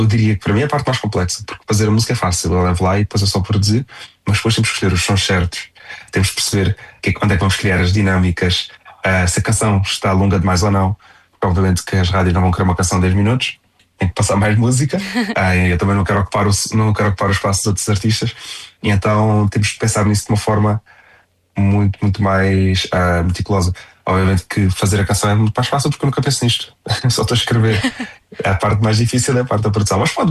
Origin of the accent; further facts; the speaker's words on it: Faro, Portugal; passei a minha infância no Algarve. É Faro.